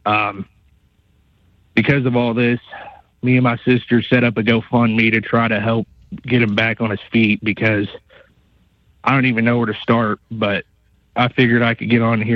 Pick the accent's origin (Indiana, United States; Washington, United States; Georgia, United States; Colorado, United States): Indiana, United States; Gordon; my hometown, Gordon, Indiana, was affected by the big flood that was in southern Indiana yesterday.